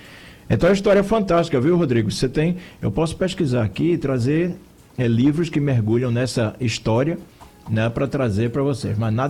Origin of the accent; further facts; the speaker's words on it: Brazil; nós, enquanto brasileiros